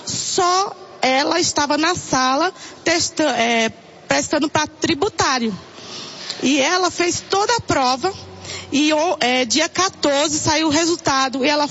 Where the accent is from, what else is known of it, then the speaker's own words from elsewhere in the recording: São Paulo, Brazil; eu sou aqui de São Paulo, capital, né?